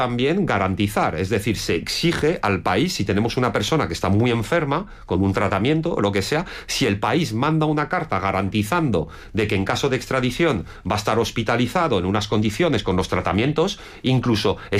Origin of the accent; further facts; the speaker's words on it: France; yo se lo digo como francés, ejerzo en varios países